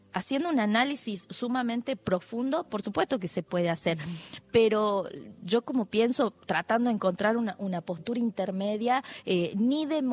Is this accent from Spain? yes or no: no; Argentina; Somos todos argentinos.